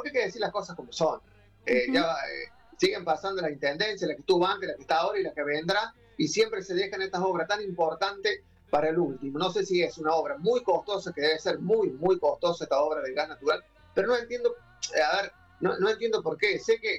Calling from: Ballester, Argentina; a todos los ballesterenses

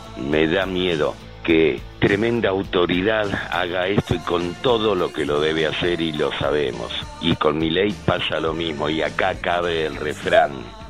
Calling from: Comodoro Rivadavia, Chubut, Argentina; te hablo de Comodoro.

